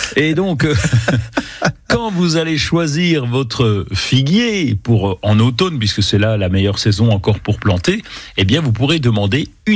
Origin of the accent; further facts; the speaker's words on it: Bourgogne-Franche-Comté, France; chez nous en Franche-Comté